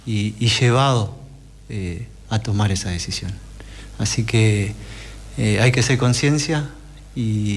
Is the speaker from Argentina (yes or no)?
yes; Argentina